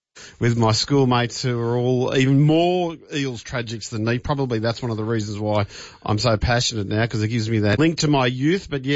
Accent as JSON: {"language": "English", "town": "Bankstown", "region": "New South Wales", "country": "Australia", "tie": "born or raised there", "said": "And then Dad was born in Hurstville, and he was a very strong supporter of the Dragons. But growing up in Bankstown, everybody was a Bulldog."}